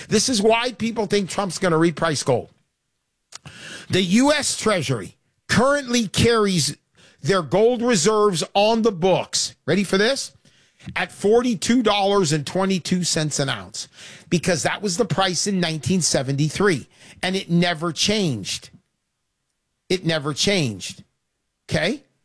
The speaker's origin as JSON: {"language": "English", "region": "California", "country": "United States", "tie": "born or raised there", "said": "Southern California."}